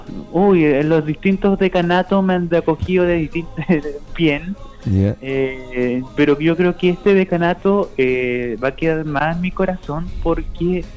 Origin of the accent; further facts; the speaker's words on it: Chimbarongo, O'Higgins, Chile; Sí, soy de Chimbarongo, y me nacido y criado en Chimbarongo. Participé mucho tiempo en la parroquia La Merced de Chimbarongo